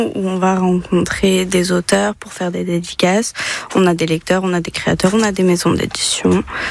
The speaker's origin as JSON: {"language": "French", "town": "Rethel", "region": "Grand Est", "country": "France", "tie": "born or raised there", "also_born_or_lived": "Toulouse", "moved": "yes", "lives_now": "Reims, France", "said": "Alors, je suis originaire de Rethel, enfin à côté"}